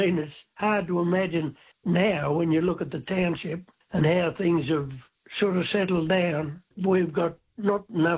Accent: Tullamore, New South Wales, Australia; born or raised there

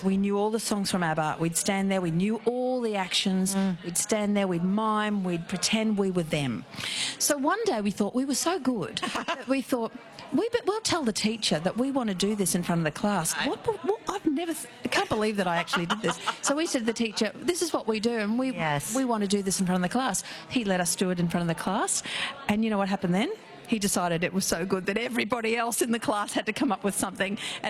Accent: Brisbane, Queensland, Australia; I grew up in Brisbane.

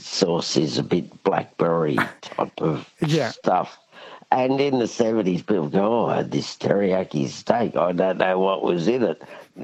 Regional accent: Sutherland Shire, New South Wales, Australia; No, I grew up in the Shire where we used to go and collect blackberries.

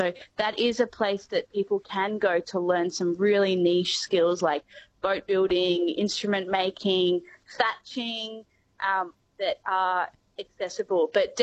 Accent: Melbourne, Victoria, Australia; I'm 26, and there's a whole group. I'm from Melbourne. There's a whole group up in Melbourne who do it

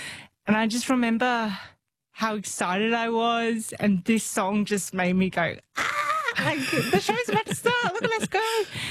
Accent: Brisbane, Queensland, Australia; When I was about 15, I grew up in Brisbane, I joined the Queensland Theatre Youth Ensemble

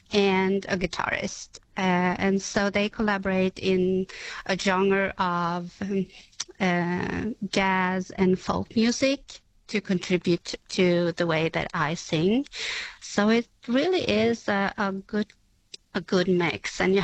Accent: Sweden; So we travel from Sweden, and I'm First Nation from Sweden, so we are called Samia.

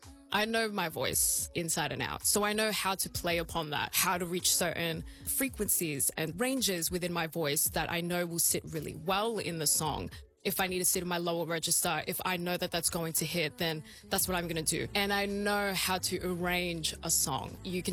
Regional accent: Melbourne, Victoria, Australia; because I'm from here, you know, like I'm from Melbourne. I grew up Northside.

